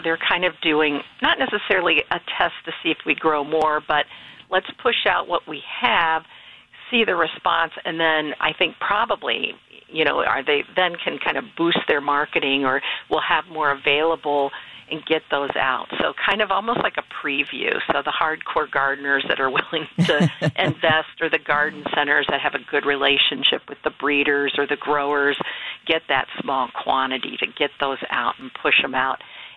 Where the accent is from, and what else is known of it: Ohio, United States; born or raised there; moved away